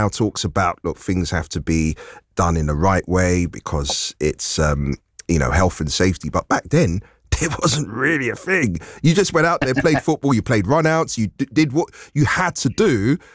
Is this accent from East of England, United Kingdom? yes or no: no; London, United Kingdom; the flats where I grew up in Northwest London